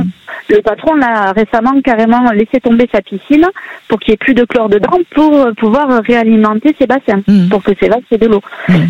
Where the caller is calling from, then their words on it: Occitanie, France; Donc dans le Gers, un petit village qui s'appelle Peyrus-Vieille. Donc un petit village où c'est vallonné, voilà, tout joli, tout mignon dans le Gers.